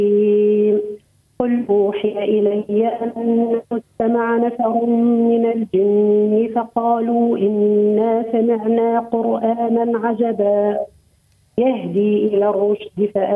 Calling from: Manouba, Tunisia

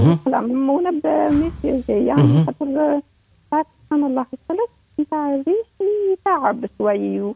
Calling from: El Kef, Kef Governorate, Tunisia

